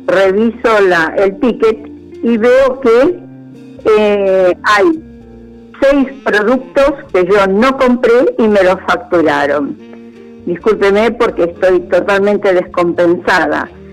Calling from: Morón, Buenos Aires Province, Argentina; de Morón.

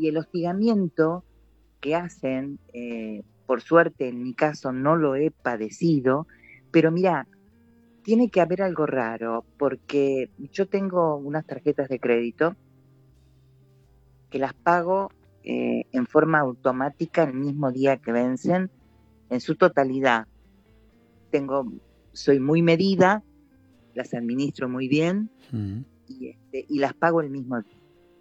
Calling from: Buenos Aires Province, Argentina; lo que está pasando acá en provincia

